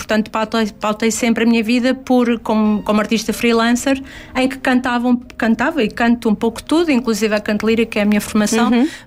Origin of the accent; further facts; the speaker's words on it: Coimbra, Centro, Portugal; also born or lived in Minho; now in Lisbon, Portugal; o meu próprio percurso pessoal enquanto conimbricense, enquanto artista e portanto, passa pelo Minho, parando depois em Coimbra e seguindo para Lisboa, para onde eu vim viver